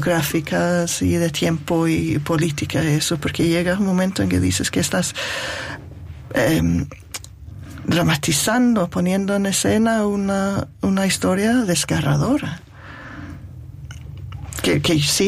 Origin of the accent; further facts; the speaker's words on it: United Kingdom; tiene que ver con los cambios en mi propio país, en el Reino Unido.